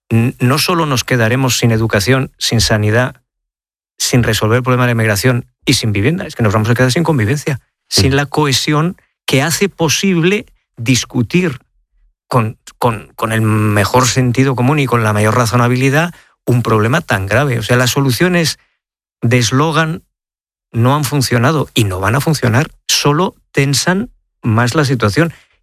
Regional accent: Spain

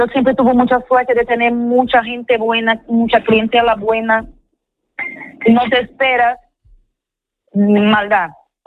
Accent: São Luís, Maranhão, Brazil; moved away as an adult; now in A Coruña, Spain; São Luís es mi pueblo en Brasil.

